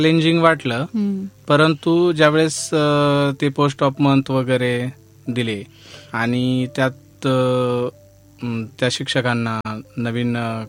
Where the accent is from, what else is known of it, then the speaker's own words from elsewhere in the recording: Kopargaon, Maharashtra, India; कोपरगाव या ठिकाणी।